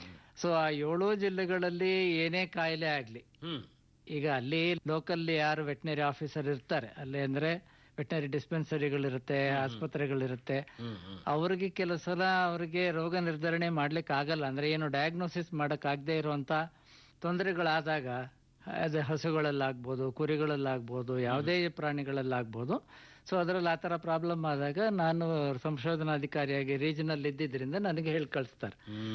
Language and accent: Kannada; Bangalore, Karnataka, India; also born or lived in Chikka Hejjaji, Doddaballapur taluk / Belgaum; ನಾನು actually ಬೆಂಗಳೂರಿನವನು, Bengaluru district ಅಲ್ಲಿ ಚಿಕ್ಕ ಹೆಜ್ಜಾಜಿ ಅಂತ ದೊಡ್ಡಬಳ್ಳಾಪುರ ತಾಲೂಕಿನಿಂದ ನಾನು ಹುಟ್ಟಿ ಬೆಳೆದಿರೋದು. ಆದರೂ ಕೂಡ ನಗರದಲ್ಲಿನೇ ನಂದು ಬೆಳವಣಿಗೆ ಎಲ್ಲ, ನನ್ನ ಚೈಲ್ಡ್ಹುಡ್ ಆಗಲಿ ಕಾಲೇಜ್ ಡೇಸ್ ಅಲ್ಲಿ ಎಲ್ಲಾನು ಇಲ್ಲೇ ಕಳೆದಿರೋದು.